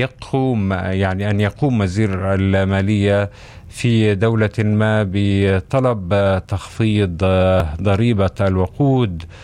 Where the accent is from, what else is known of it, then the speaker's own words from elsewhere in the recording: Palestine; على الأسواق التابعة لدينا كفلسطينيين؟